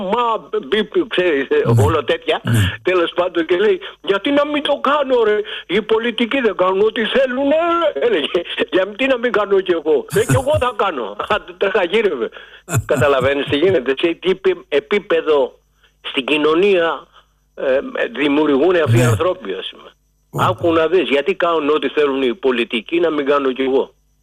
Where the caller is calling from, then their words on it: Pikermi, Attica, Greece; είμαι από το Πικέρμι.